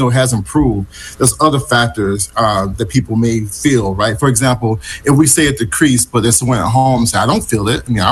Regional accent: Birmingham, Alabama, United States; I'm from Birmingham, Alabama, so I've been saying Dumas all my life, so it's Dumas.

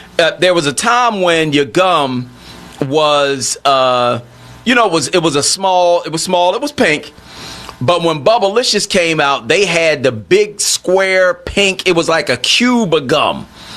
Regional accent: Philadelphia, Pennsylvania, United States; That screams I grew up in Philly, because nobody but somebody from Philly would call them Twisters.

